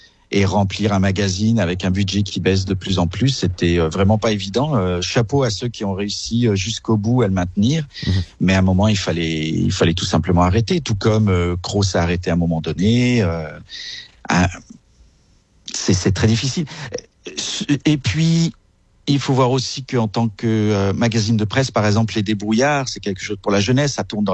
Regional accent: France; moved away as an adult; now in Quebec, Canada; j'ai immigré au Québec, je suis français d'origine

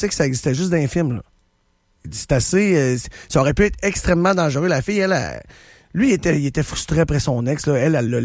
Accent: Montmagny, Quebec, Canada; moi j'ai grandi à Montmagny

